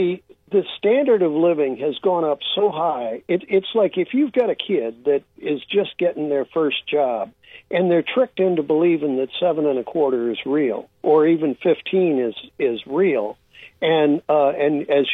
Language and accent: English; California, United States; I'm the guy from California